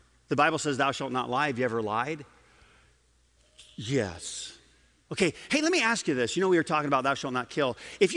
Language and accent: English; Michigan, United States; I grew up at a time, and I grew up in Michigan, where you didn't tell people that you loved them